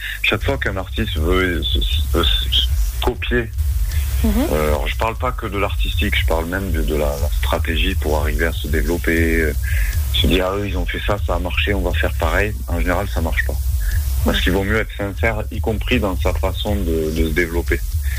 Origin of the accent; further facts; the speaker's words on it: Toulouse, Occitanie, France; on vient de Toulouse